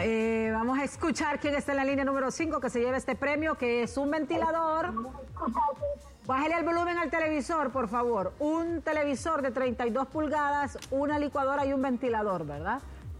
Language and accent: Spanish; San Pedro Sula, Cortés, Honduras; Somos de San Pedro Sula.